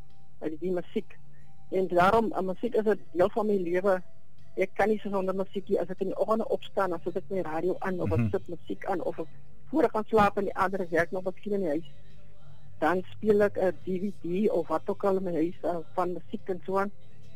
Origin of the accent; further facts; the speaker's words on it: Hartenbos, Western Cape, South Africa; born there; also born or lived in Mossel Bay; Ja, ek het in Hartenbos groot geword as een kind. Ons het in die sandpad gebleef